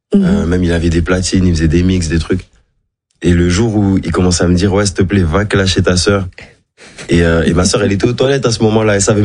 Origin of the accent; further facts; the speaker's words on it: Madagascar; Parce que les gens, ils savent, ils apprennent, ils savent pas tout ce que je suis malgache.